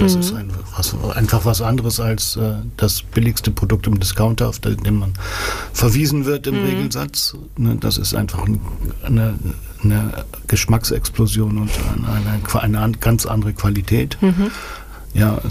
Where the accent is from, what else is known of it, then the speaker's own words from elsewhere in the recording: Oldenburg, Lower Saxony, Germany; auf die ich auch als Oldenburger ja sehr, sehr froh bin